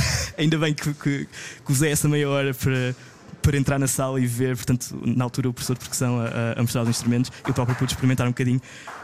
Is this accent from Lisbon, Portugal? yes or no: no; Alcobaça, Leiria, Portugal; Sabe, eu venho de Alcobaça e desde muito cedo eu soube que queria ir para a música